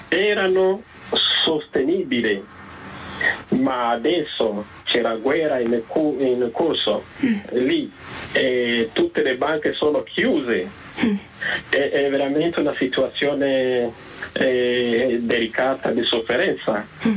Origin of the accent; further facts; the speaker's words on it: Southern Province, Rwanda; born there; first language Kinyarwanda; Italian is a second language; Sono nato in Ruanda, molto vicino a Kibeho.